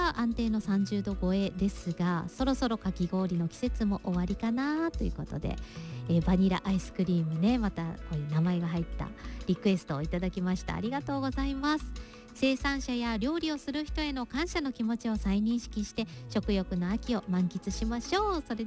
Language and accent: Japanese; Fukuoka, Japan; now in Ibaraki, Japan; 私もあの出身が福岡なので、